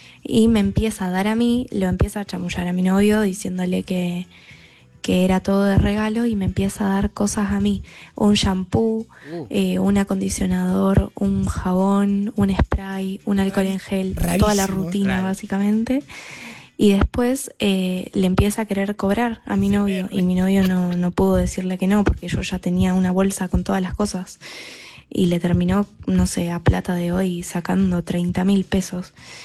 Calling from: Rosario, Santa Fe, Argentina; nosotros somos de Rosario.

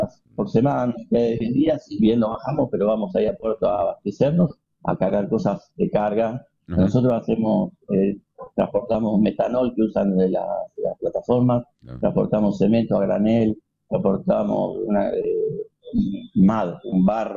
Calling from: Buenos Aires, Argentina; Yo soy de Buenos Aires. Vivo en Buenos Aires. tengo mi familia allá, todo, y hago 2 meses acá y 2 meses allá.

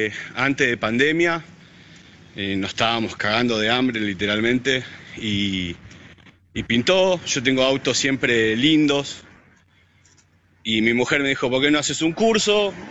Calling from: Wilde, Buenos Aires Province, Argentina

